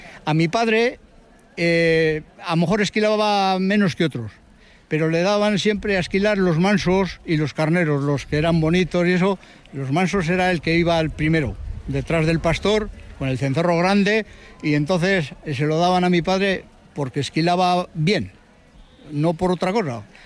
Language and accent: Spanish; Brieva de Cameros, La Rioja, Spain; Que soy de aquí de Briva de Cameros, nacido y me he criado aquí toda la vida, y estamos por conservar la tradición